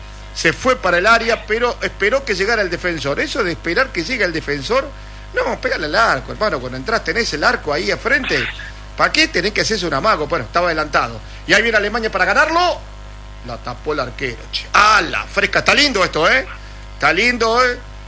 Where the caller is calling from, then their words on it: San Lorenzo, Santa Fe, Argentina; Hola, Nacional … de San Lorenzo, Santa Fe, ahí cerca de Rosario.